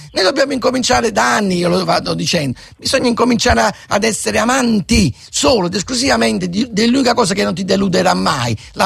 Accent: Naples, Campania, Italy; in quanto napoletano, poi trovi chi invece prova grande affetto e simpatia per noi napoletani.

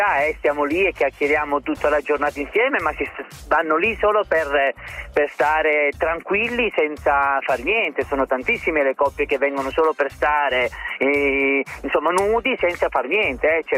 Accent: Calabria, Italy; now in Reggio Emilia, Italy; ma sono calabrese d'Occa, anche se vivo a Reggio Emilia.

